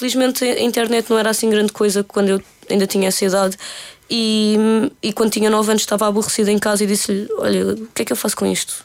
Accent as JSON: {"language": "Portuguese", "region": "Lisbon", "country": "Portugal", "tie": "born there", "said": "Eu nasci em Lisboa."}